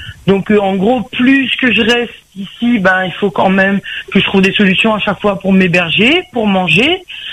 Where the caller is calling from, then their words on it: Réunion; je rentrais chez vive à La Réunion, en fait, parce que je suis réunionnaise.